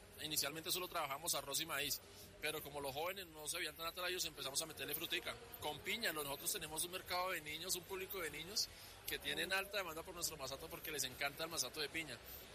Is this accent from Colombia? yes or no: yes; Bogotá, Colombia; born there; Mi papá tiene herencia caldense y soy Rolo por parte de mamá, pero yo soy nací aquí en Bogotá, amo Bogotá.